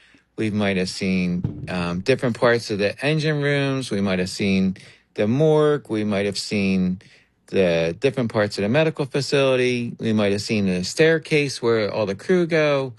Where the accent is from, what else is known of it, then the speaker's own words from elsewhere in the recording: New Jersey, United States; I am from New Jersey, so you know what that means, right?